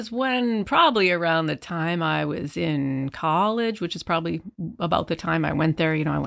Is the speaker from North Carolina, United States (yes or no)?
no; Eau Claire, Wisconsin, United States; moved away; I was born and raised in Eau Claire, Wisconsin, which is 90 miles east of the Twin Cities.